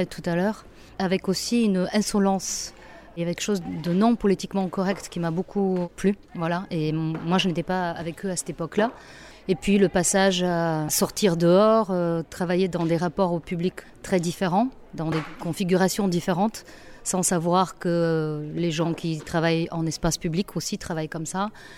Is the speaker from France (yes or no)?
no; Bulgaria; moved away; j'ai mis le plateau sur une scène de théâtre en Bulgarie, dans ma ville natale